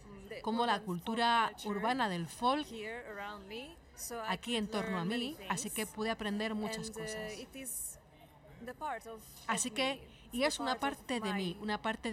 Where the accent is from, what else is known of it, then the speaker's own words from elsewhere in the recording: Hungary; Spanish is a second language; Antes de nada, yo soy húngara. Nací en Hungría, mis padres son húngaros.